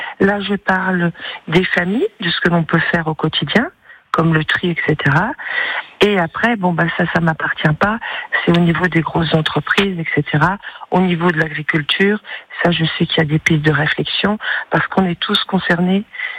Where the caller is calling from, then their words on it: Grand Est, France; pas de votre région, mais de Lorraine.